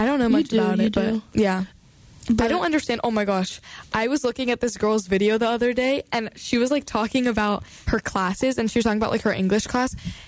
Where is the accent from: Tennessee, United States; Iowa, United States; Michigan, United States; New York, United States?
New York, United States; now in North Carolina, United States; I tell them that I'm from New York.